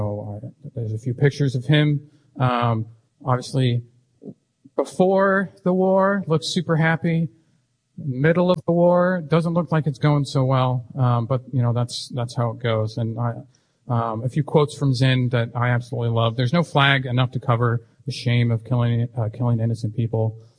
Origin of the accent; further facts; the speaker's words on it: United States; now in Kansas City, United States; A lot happens that we don't actually get told as American citizens, as United States citizens.